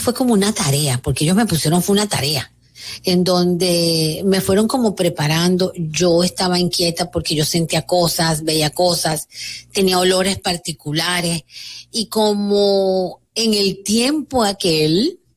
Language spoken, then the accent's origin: Spanish; Venezuela; now in Dominican Republic; venezolana, con residencia aquí en la República Dominicana hace muchísimo tiempo ya